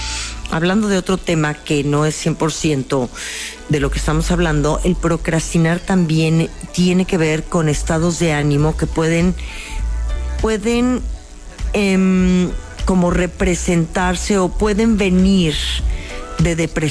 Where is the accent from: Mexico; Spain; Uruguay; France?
Mexico; así somos los mexicanos